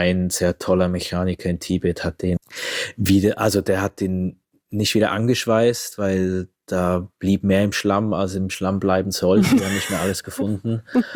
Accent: Switzerland; oder viele in Europa, ich bin auch Schweizer

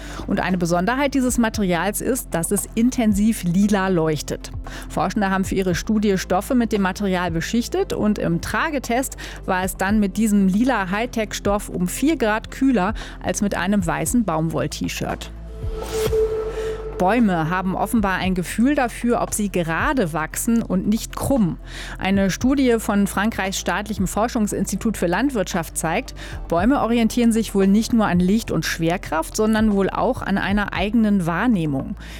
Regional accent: Nordenham, Lower Saxony, Germany; Nee, ich bin aus Nordenham.

